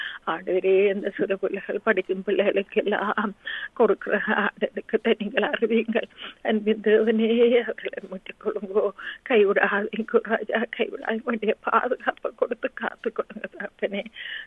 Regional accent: Sri Lanka; moved away; நாங்கள் பிறந்து வளர்ந்த தேசத்துக்காக, அந்த சிறிய இலங்கை தீவுக்காக

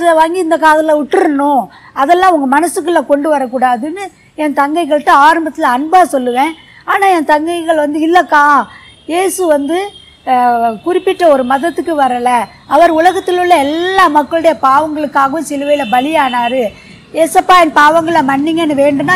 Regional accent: Kunnathur, Tamil Nadu, India; first language Urdu; Tamil is a second language; நான் திருநெல்வேலி மாவட்டத்தில் நெல்லை டவுன்ல இருந்து அரை மணி நேரம் நடக்கிற தூரத்தில் இருக்கிற குன்னத்தூர் என்ற ஒரு கிராமத்தில் ஒரு இஸ்லாமியர் குடும்பத்தில் நான் மூணாவது மகளாக பிறந்தேன்.

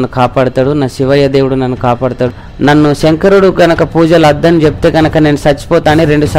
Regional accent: Sirikonda, Telangana, India; మాది నిజామాబాద్ జిల్లా చిన్నవాల్గూడ్ సిరికొండ మండల్.

